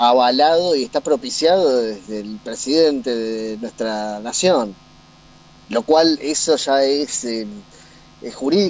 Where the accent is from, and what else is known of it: Argentina